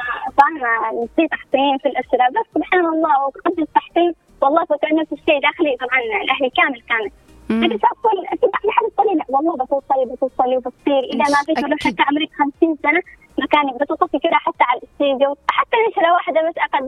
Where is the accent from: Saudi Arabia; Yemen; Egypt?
Yemen; Aden; والدي حافظ الضالع، لكن عشت في عدن، تربيت في عدن نسبة قليل إني ما أعرف الضالع.